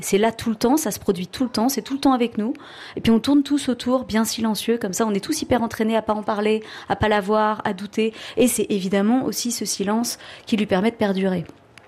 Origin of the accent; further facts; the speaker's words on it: Brittany, France; C'est pas ma culture, parce que je suis une bretonne.